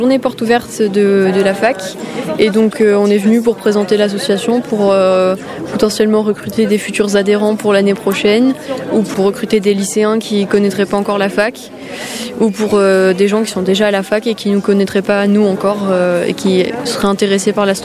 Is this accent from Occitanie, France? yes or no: yes; Occitanie, France; moved away as an adult; now in Toulouse, France